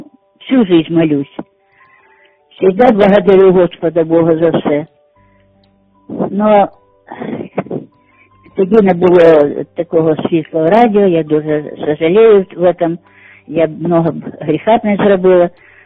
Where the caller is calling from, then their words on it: Sumy, Sumy Oblast, Ukraine; Я з Сум дзвоню